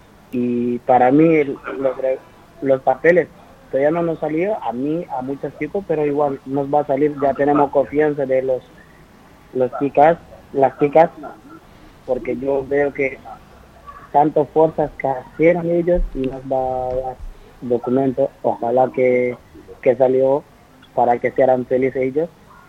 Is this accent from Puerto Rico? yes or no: no; Senegal; accent: Argentine; Spanish is a second language; also born or lived in Buenos Aires, Argentina; now in Canary Islands, Spain; yo vivo, soy senegalés, pero vivía en Buenos Aires, por eso hablo un poco español.